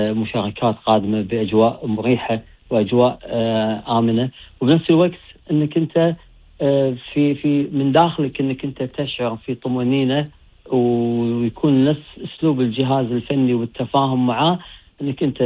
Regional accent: Kuwait; وحب وطني الكويت، اني احب بلدي الكويت

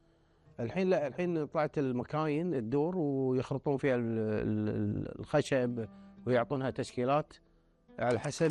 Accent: Kuwait; عندنا بالكويت

